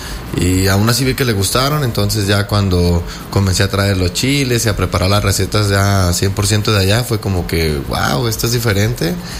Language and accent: Spanish; Ocotlán, Jalisco, Mexico; moved away as an adult; now in El Salvador; Yo soy de Ocotlán, Jalisco, por eso el nombre de Ocotlán a la taquería.